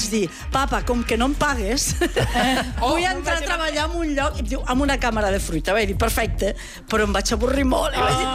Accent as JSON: {"language": "Catalan", "town": "Lleida", "region": "Catalonia", "country": "Spain", "said": "molta gent es va pensar que era de València, per les es finals, i va dir, no, sóc de Lleida."}